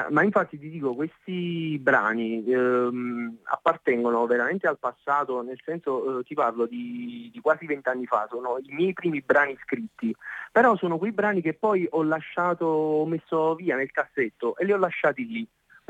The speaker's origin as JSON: {"language": "Italian", "town": "Naples", "region": "Campania", "country": "Italy", "said": "Poi naturalmente io nasco con i dischi di … ma non so se dire essendo napoletano o meno, però comunque amo"}